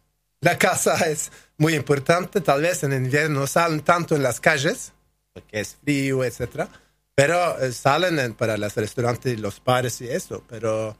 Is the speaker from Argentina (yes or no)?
yes; Argentina; Como argentinos, vivimos más como argentinos durante el verano